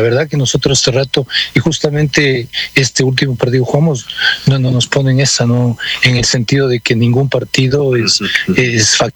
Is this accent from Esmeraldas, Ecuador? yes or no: no; Riobamba, Chimborazo, Ecuador; moved away; yo soy de Riobamba